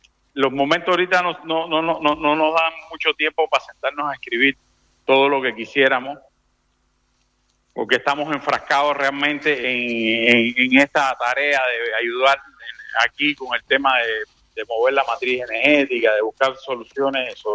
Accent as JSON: {"language": "Spanish", "country": "Cuba", "tie": "born or raised there", "also_born_or_lived": "Panama", "moved": "as an adult", "said": "yo nací en Cuba, toda mi infancia y parte de mi juventud viví en Cuba, y ya a finales de los 20, sobre los 29 años"}